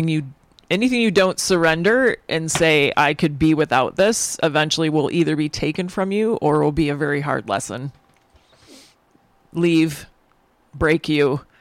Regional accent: Michigan, United States; also born or lived in Miami / New Zealand / Tennessee; now in Milwaukee, United States; I grew up in Michigan, and after being in Miami and New Zealand

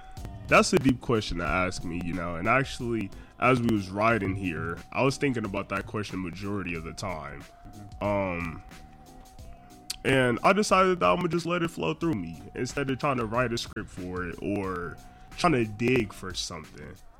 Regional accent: Milwaukee, Wisconsin, United States; You know, growing up in Milwaukee and stuff like that, it most definitely opened up your mind to a lot of the things that happen in the world

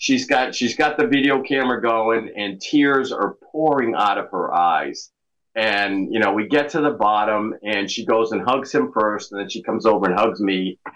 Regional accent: New England, United States; So I'm from New England, and New Englanders are well known for being people that like to complain.

